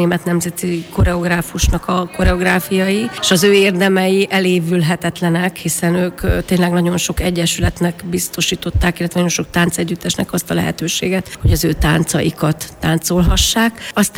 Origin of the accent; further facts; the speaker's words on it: Szigetcsép, Pest, Hungary; hiszen Szigetcsépen, ahol én fölnőttem, ott abban a szerencsés helyzetben voltam, hogy ott párhuzamosan a szerb-horvát és a német nemzetiség is együtt élt